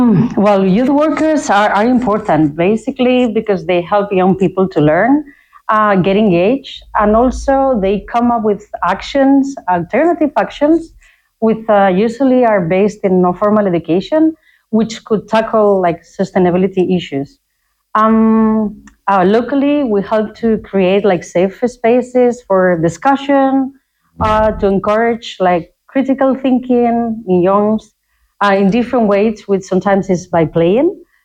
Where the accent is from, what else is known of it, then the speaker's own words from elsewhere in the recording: Spain; English is a second language; I'm from Spain, from Globus organization.